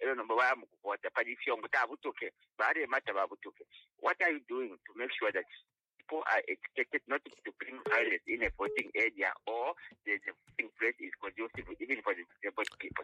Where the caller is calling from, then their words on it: Ndola, Copperbelt, Zambia; calling from Indola.